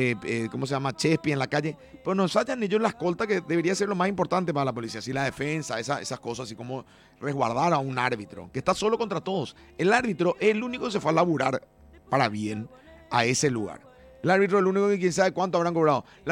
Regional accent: Paraguay; O sea, la risa termina siendo una anestesia a no ver lo desesperante que somos como paraguayos.

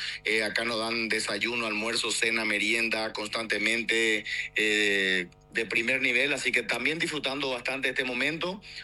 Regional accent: Paraguay; moved away as an adult; also born or lived in United States; now in Turkey; Yo nací en los Estados Unidos, pero a los 2 meses ya fui a Paraguay, o sea, soy más paraguayo que la mandioca

